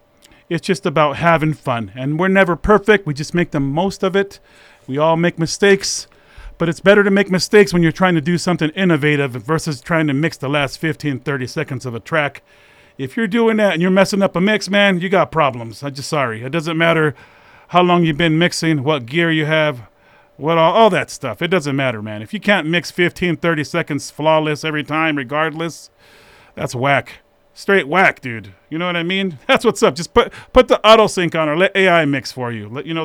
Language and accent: English; San Jose, California, United States; now in Idaho, United States; I come from the Bay. I come from San Jose, but I've called Idaho my home for over 20 plus.